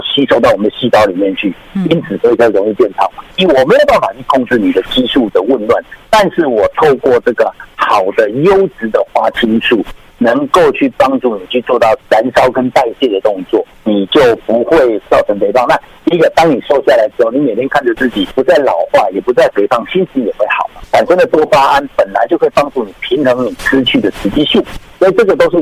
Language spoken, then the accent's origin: Chinese; Taiwan